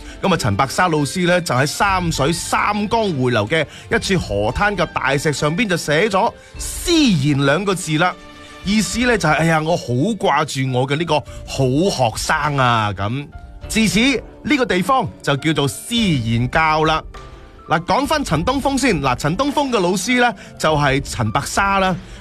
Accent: Foshan, Guangdong, China

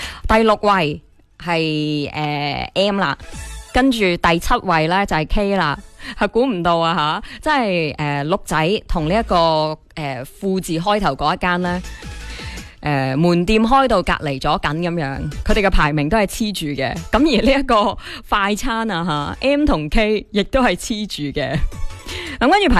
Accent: Guangdong, China; 我哋广东人口大省啦，消费大省啦，外贸大省啦

